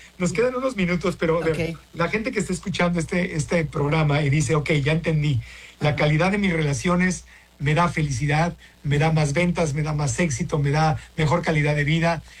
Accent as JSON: {"language": "Spanish", "town": "Acapulco", "region": "Guerrero", "country": "Mexico", "tie": "born or raised there", "said": "yo tengo casa en Acapulco, mi abuelita es de Acapulco, yo crecí en Acapulco."}